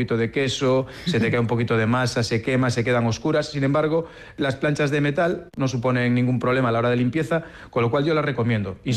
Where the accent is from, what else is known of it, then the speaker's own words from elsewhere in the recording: Galicia, Spain; accent: Galician; yo evidentemente ya no me puedo esconder con mi acento, de dónde vengo, de dónde soy, y tenía que haber esa parte gallega